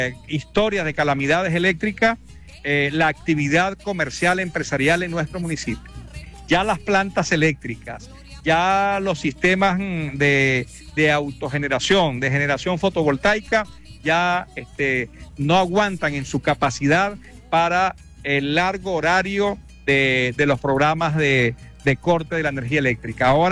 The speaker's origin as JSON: {"language": "Spanish", "country": "Venezuela"}